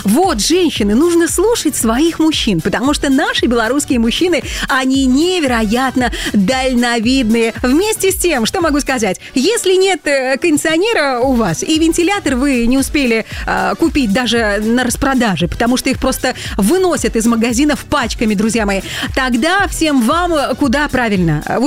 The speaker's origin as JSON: {"language": "Russian", "country": "Belarus", "said": "мы с вами, белорусы"}